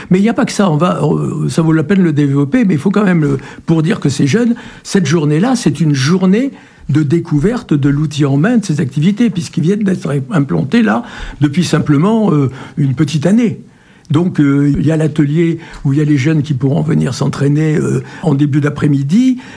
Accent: Périgueux, Nouvelle-Aquitaine, France; born there; Alors moi je suis né à Périgueux

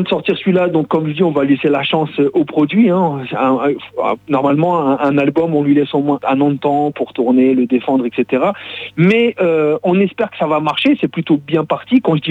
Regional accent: Roubaix, Hauts-de-France, France; moved away as an adult; now in Bergerac, France; Déjà, …, on a grandi ensemble. On se connaît depuis très longtemps. On vient tous les deux de Roubaix.

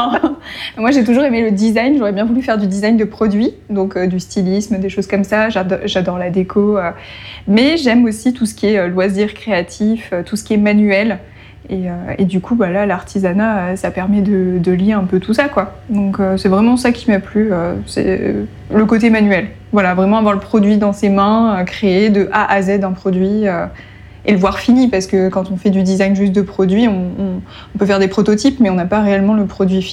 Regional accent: Grand Est, France; alors moi je voulais faire ça parce qu'à la base j'étais proche du Luxembourg, donc je m'étais dit si jamais ça ne fonctionne pas ici, je retournerai peut-être en Lorraine et je pourrais bosser au Luxembourg en tant qu'opto.

